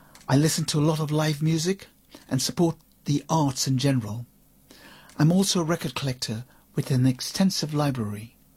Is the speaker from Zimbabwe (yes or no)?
no; London, United Kingdom; I'm a songwriter from London.